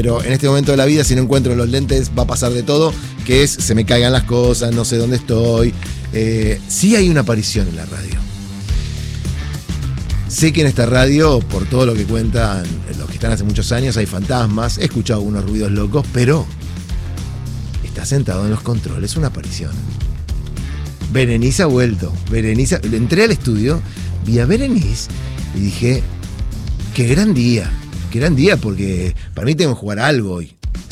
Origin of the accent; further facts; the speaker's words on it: Villa Ballester, Buenos Aires Province, Argentina; Yo que vengo de Ballester, no sé lo que es Ballester, Dios santo. ¿Por qué cambia tanto la temperatura en la provincia de Buenos Aires?